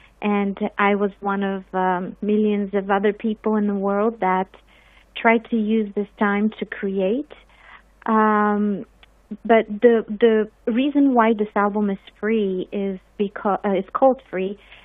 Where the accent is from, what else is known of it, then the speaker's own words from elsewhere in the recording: Sofia, Sofia City, Bulgaria; moved away as an adult; now in Canada; I began my training in Bulgaria. I was born and raised in Sofia, the capital, and lived there until the age of 18.